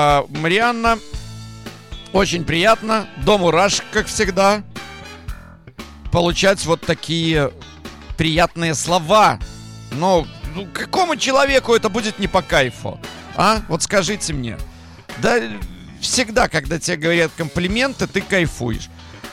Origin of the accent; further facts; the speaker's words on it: Belarus; accent: Belarusian; несмотря на свой белорусский говор где-то и акцент.